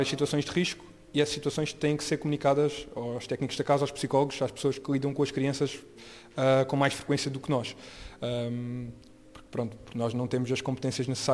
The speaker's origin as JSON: {"language": "Portuguese", "region": "Algarve", "country": "Portugal", "moved": "yes", "lives_now": "Lisbon, Portugal", "said": "não sou de cá, sou do Algarve"}